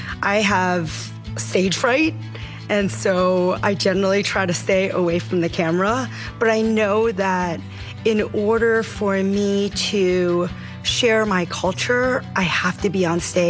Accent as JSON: {"language": "English", "town": "New York City", "region": "New York", "country": "United States", "lives_now": "Needham, United States", "said": "I'm originally from New York City, Chinatown, but now I live in Needham, Massachusetts"}